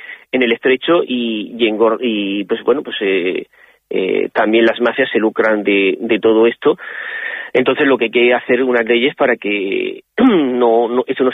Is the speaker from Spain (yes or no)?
yes; Spain; Nos duele y como españoles no podemos mirar para otro lado.